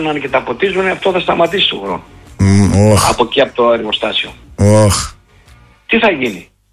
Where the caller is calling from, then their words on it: Western Macedonia, Greece; εγώ τώρα κάθε ένα τέταρτο με ένα 20 λεπτό είμαι από την Κοζάνη